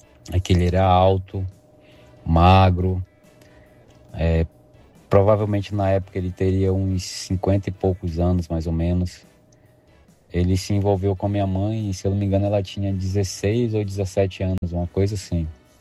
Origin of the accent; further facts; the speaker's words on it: Alto Alegre do Maranhão, Maranhão, Brazil; born there; now in Pará, Brazil; na cidade que eu nasci, no Maranhão, né, que é Alto Alegre do Maranhão